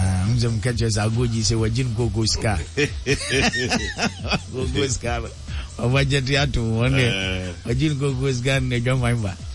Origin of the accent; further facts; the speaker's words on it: Biakwa, Eastern Region, Ghana; now in United States; from Biakwa. Mikromi. … from Biakwa. I'm now in the US.